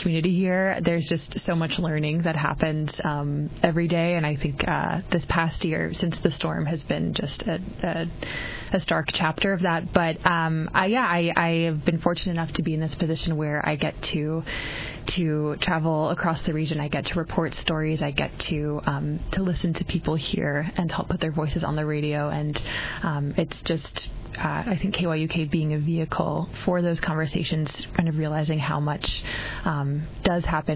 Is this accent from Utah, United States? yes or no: no; Massachusetts, United States; moved away as an adult; now in Bethel, United States; I grew up in Massachusetts.